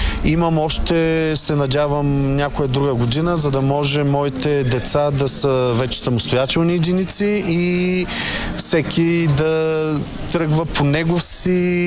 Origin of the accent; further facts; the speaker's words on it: Stara Zagora, Stara Zagora Province, Bulgaria; moved away; Аз съм от Стара Загора. Не съм прекъсвал връзката.